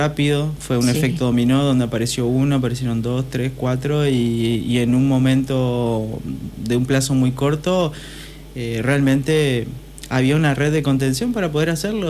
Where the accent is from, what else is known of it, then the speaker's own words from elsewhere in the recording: Argentina; Obviamente creo que es un símbolo en el deporte, como argentino, ¿no?